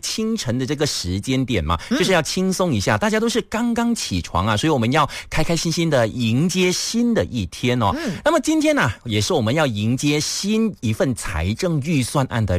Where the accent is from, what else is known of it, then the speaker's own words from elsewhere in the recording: Menglembu, Perak, Malaysia; 而且我回家乡哦，回到怡保的时候呢，我的妈妈也会经常说哦，她说我的家乡万里望的物价，她说可以媲美吉隆坡